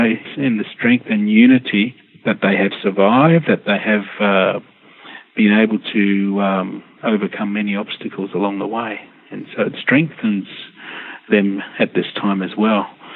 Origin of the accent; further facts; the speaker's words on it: Perth, Western Australia, Australia; now in Melbourne, Australia; I'm a Whadjuk person. I'm from Perth. The Perth City metro area, all that region is Whadjuk country. And so I've descended from that area.